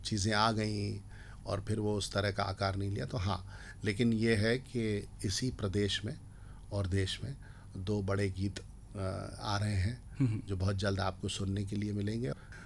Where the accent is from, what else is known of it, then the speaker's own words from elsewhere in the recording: Vidisha, Madhya Pradesh, India; also born or lived in Bhopal; मैं संयुक्त परिवार में पला बड़ा हूँ विदिशा भोपाल में